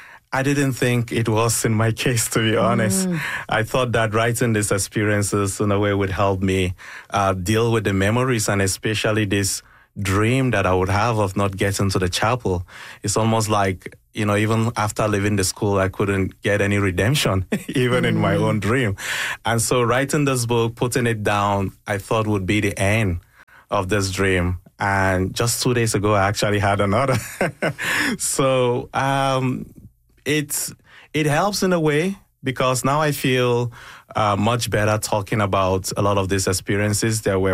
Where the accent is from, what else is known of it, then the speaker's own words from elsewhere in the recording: Kaduna State, Nigeria; So it started in northwestern Nigeria, in a state called Kaduna. Kaduna used to be the capital of northern Nigeria when Nigeria was divided into different regions.